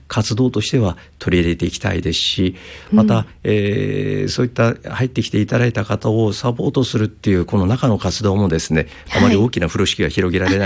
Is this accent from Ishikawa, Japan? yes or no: yes; Kanazawa, Ishikawa, Japan; moved away; 私のふるさとの、この地域